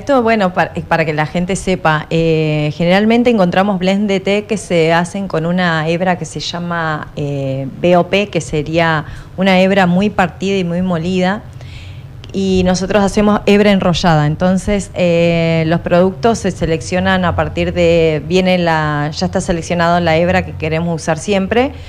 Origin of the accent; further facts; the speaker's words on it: Neuquén, Argentina; moved away as an adult; now in San Martín de los Andes, Argentina; en mi ciudad de donde soy, que soy de Neuquén Capital. Cuando me vine a vivir acá a San Martín, bueno, esto es una aldeita